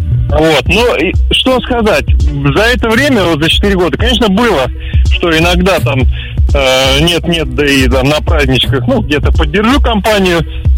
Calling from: Kaluga, Kaluga Oblast, Russia

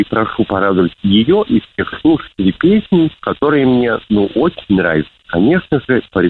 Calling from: Ryazan, Ryazan Oblast, Russia; я звоню из Рязани.

